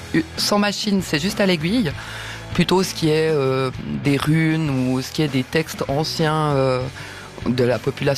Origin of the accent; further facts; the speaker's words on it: Fribourg, Switzerland; moved away as an adult; now in Vaud, Switzerland; je viens de la Gruyère.